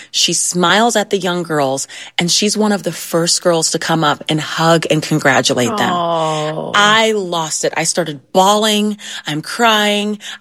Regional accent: Ohio, United States; I'm from Ohio, Midwestern, like newscasters study our voices.

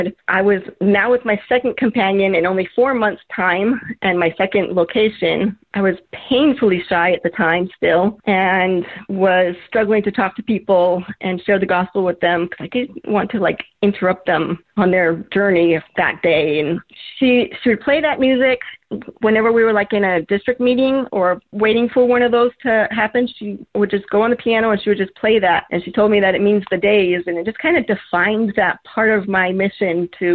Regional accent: West Valley City, Utah, United States; I'm from West Valley City, Utah

